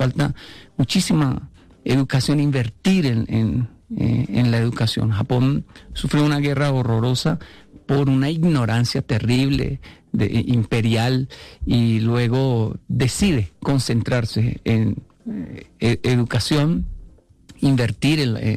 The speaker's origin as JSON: {"language": "Spanish", "country": "Colombia", "said": "me da envidia como colombiano"}